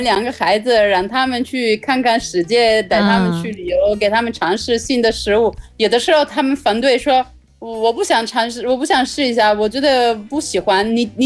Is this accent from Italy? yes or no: yes; Italy; Chinese is a second language; 我们意大利那边有很多可能30岁还没有到40岁，他们已经觉得哦，我就这样吧，我就到这儿了。